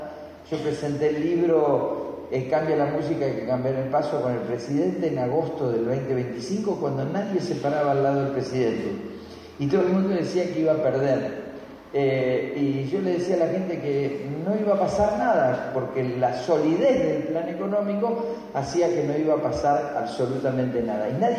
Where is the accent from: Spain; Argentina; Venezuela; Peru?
Argentina; como somos los argentinos